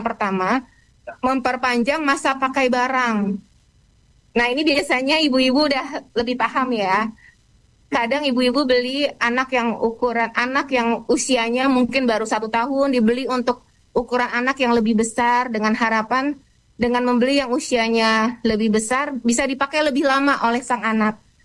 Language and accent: Indonesian; East Nusa Tenggara, Indonesia; moved away; NTT, tempat kampung halaman saya